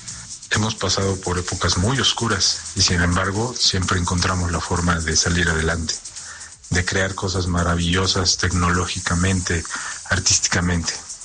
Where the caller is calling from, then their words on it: Mexico City, Mexico; soy de la Ciudad de México.